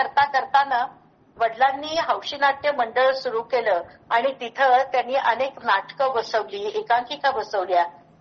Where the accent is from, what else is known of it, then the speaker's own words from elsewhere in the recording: Talegaon Dabhade, Maharashtra, India; माझं बालपण तळेगाव दाभाडे या छोट्याशा गावामध्ये गेलं.